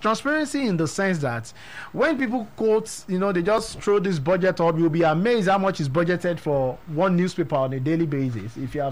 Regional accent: Nigeria; we also need to educate ourselves as Nigerians

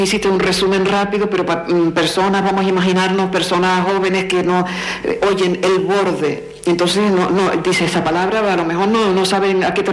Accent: La Palma, Canary Islands, Spain; Y soy de La Palma

